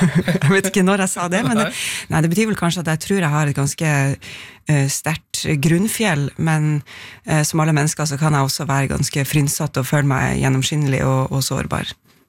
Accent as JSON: {"language": "Norwegian", "town": "Bodø", "region": "Nordland", "country": "Norway", "tie": "born or raised there", "moved": "yes", "said": "Tverlandet som jeg titter seg utenfor Bodø der jeg kommer fra, det 5 vindfrie dager I året der."}